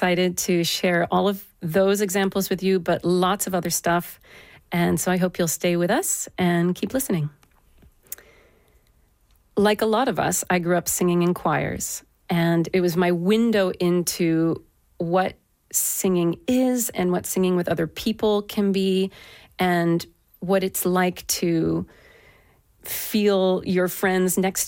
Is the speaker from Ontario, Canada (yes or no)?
no; New Brunswick, Canada; as a young girl in New Brunswick. I grew up in Acadia, in the sort of French communities on the East Coast.